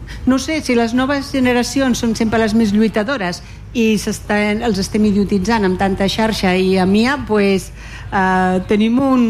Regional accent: Catalonia, Spain; som bilingües, com la majoria dels catalans, soc bilingüe, i llavors soc competent amb amb dues llengües.

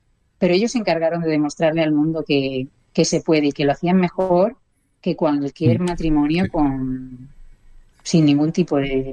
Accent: Menorca, Balearic Islands, Spain

